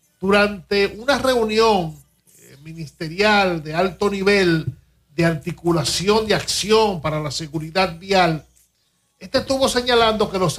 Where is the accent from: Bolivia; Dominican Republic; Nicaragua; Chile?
Dominican Republic